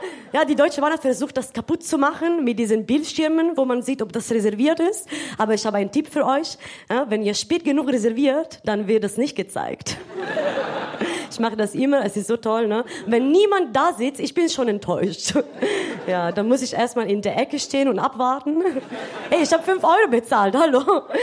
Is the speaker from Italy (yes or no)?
yes; Italy; now in Munich, Germany; Ich komme aus Italien, aber ich wohne seit 6 Jahren in München.